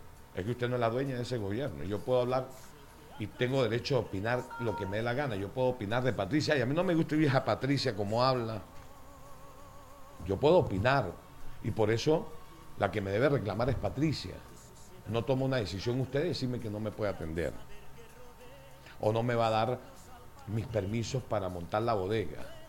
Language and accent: Spanish; Mérida, Venezuela; also born or lived in El Vigía; Yo me crié en el Andrés Eloy, yo me crié en la Avenida Universidad, Ollada de Milla y Andrés Eloy Blanco. Pero nací en La Milagrosa.